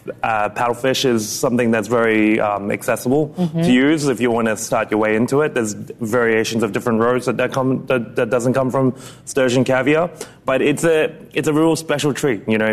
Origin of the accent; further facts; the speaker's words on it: Port Douglas, Queensland, Australia; moved away; I'm from the very north. It's actually called Far North Queensland.